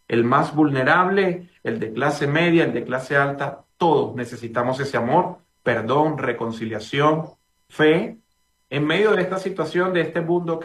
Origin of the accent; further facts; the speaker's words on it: Caracas, Capital District, Venezuela; now in United States; yo soy de Caracas, mis padres están allá.